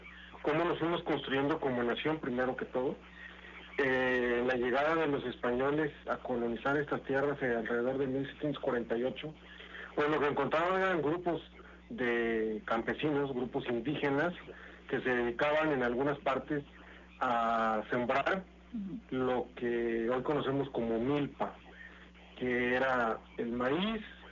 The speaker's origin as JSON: {"language": "Spanish", "country": "Mexico"}